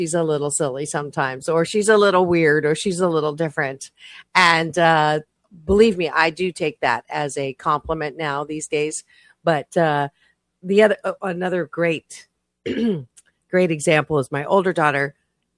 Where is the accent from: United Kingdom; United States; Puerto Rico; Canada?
Canada; born there; I was born in Canada